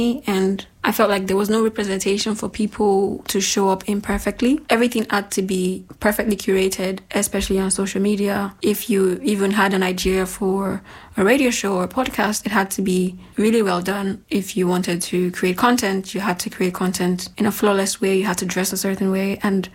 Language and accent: English; Nigeria; Now let's talk a little bit about my background. I'm from Nigeria, if you could not guess